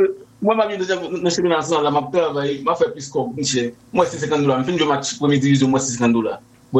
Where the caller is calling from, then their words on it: Haiti; je suis à Haïti, je suis dans un bureau.